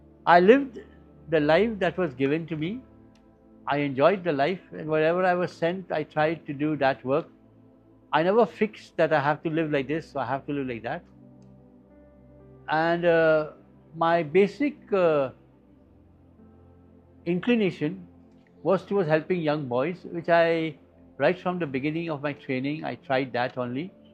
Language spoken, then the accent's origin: English; Kolkata, West Bengal, India; And since I was a vocation from Calcutta, so he treasured it a lot.